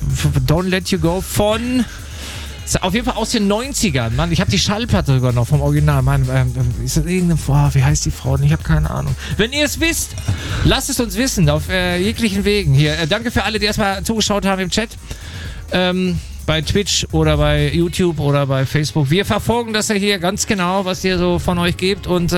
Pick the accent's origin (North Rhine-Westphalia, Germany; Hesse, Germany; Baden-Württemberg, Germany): North Rhine-Westphalia, Germany; Dortmund; Ich komme auch aus Dortmund